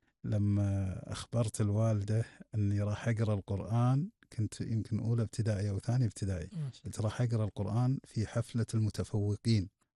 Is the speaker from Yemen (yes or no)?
no; Kuwait; جعلني في هذه البلد، أولد في بلدي الكويت